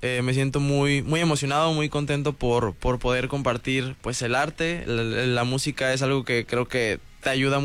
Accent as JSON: {"language": "Spanish", "town": "Acapulco", "region": "Guerrero", "country": "Mexico", "tie": "born or raised there", "said": "Ok, yo sí soy de Acapulco, soy originario de Acapulco."}